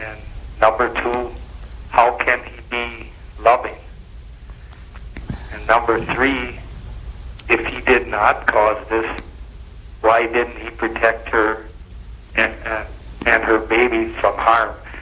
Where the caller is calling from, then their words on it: New Ulm, Minnesota, United States; I'm from New Ulm, Minnesota.